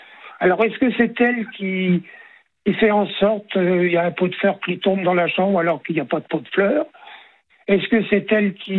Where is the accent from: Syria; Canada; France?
France; Amiens, Hauts-de-France; also born or lived in Villers-Bretonneux; Je suis né à Villers-Bretonneux. J'ai vécu à Villers-Bretonneux jusqu'en 1949. Je suis né en 42. En décembre 42, je suis né chez 49. On a quitté Villers-Bretonneux. On est allé habiter à Amiens.